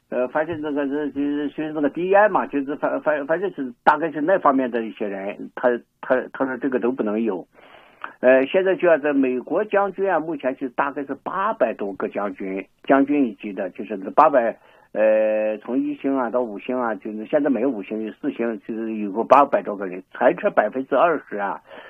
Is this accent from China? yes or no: yes; China; 我们中国人